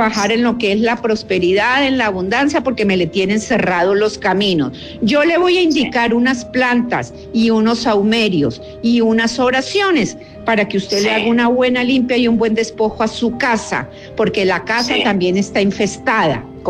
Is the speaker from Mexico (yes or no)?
yes; Mexico; Muy bien, yo soy mexicana, como le digo, tengo 30 años de experiencia.